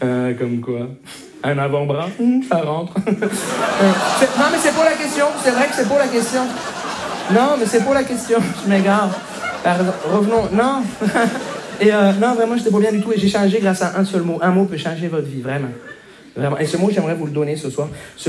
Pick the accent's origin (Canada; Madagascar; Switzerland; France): Canada; Montreal, Quebec; Bonjour, je me présente … je viens de Montréal.